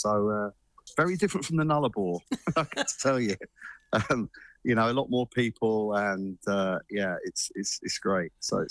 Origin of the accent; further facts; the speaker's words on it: London, United Kingdom; because I'm a Londoner, I like to kind of explore and get around.